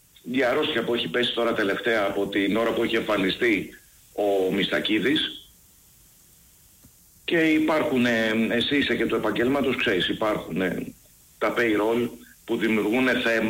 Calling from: Athens, Attica, Greece; Είμαι Αθηναίος, αλλά ραδιοφωνικά ζω στη Θεσσαλονίκη.

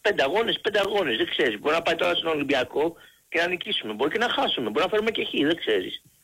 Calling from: Ymittos, Attica, Greece; Είμαι από τον Ημιτό

